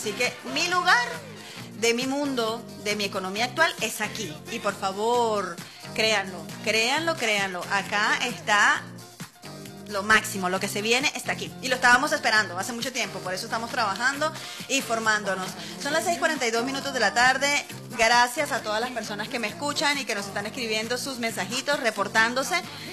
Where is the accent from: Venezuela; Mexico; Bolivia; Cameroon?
Venezuela; Puerto Píritu, Anzoátegui; mi pueblo ha salido adelante, gracias a Dios.